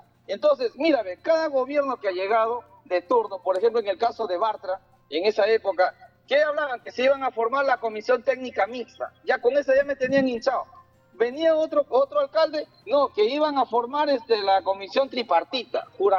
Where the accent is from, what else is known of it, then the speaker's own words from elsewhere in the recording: Chiclayo, Lambayeque, Peru; Yo soy chiclayano, soy de Luján, soy un lambayecano.